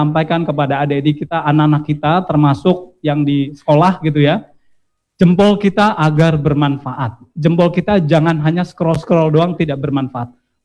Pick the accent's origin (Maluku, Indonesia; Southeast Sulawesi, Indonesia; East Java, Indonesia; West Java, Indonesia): West Java, Indonesia; Cirebon; sebagai orang Cirebon